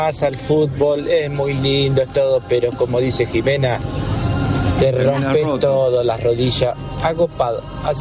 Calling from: Bahía Blanca, Buenos Aires Province, Argentina; de Bahía Blanca, tengo 48 años.

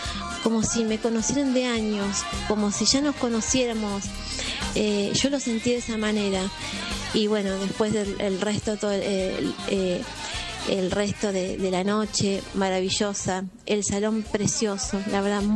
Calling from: Tablada, Buenos Aires Province, Argentina; de Tablada

